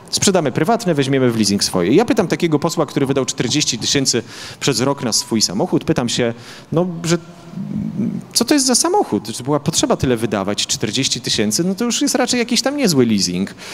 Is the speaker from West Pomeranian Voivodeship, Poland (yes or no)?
no; Podlaskie Voivodeship, Poland; A wie pan, bo jestem z Podlasia, to jak robię spotkania, to wie pan, jak na Podlasiu jest.